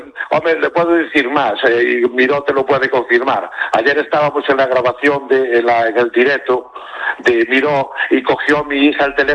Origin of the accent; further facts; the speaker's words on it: Lugo, Galicia, Spain; now in A Coruña, Spain; yo soy nativo de Lugo. Joder. Llevo muchos años en Coruña